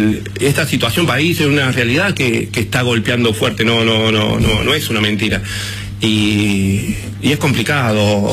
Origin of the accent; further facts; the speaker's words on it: Boulogne, Buenos Aires Province, Argentina; soy un pirincho de Boulogne, un pibe tranquilo